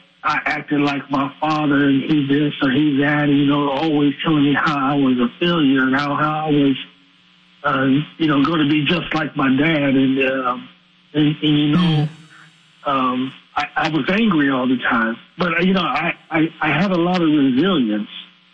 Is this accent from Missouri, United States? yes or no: no; Denver, Colorado, United States; now in the South, United States; we're originally from Denver, Colorado. I live in the South now, but originally from Denver, Colorado